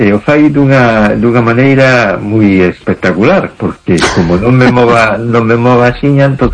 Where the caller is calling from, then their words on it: A Coruña, Galicia, Spain; Buenas noches … de Coruña.